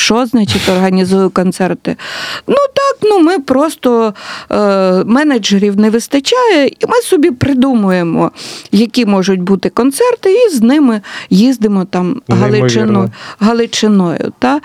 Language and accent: Ukrainian; Melitopol, Zaporizhzhia Oblast, Ukraine; я ж з Мілітополя